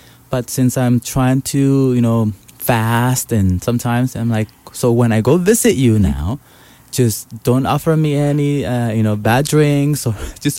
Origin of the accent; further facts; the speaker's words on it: Mexico; moved away as an adult; also born or lived in San Luis Obispo, California / Sebastopol, California; now in United States; I became coming from Mexico.